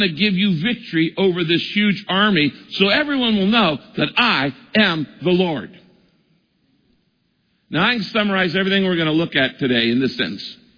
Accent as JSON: {"language": "English", "town": "San Jose", "region": "California", "country": "United States", "tie": "born or raised there", "also_born_or_lived": "Oregon / Mill Valley", "said": "I was born in the Silicon Valley. I was born in San Jose, and I grew up in the Silicon Valley. And then my dad moved our family to the Willamette Valley up in Oregon, and we lived there."}